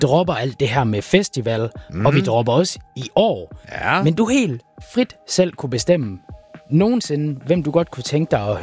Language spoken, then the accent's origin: Danish; Central Denmark Region, Denmark; jeg er vestjyde helt ind til benet.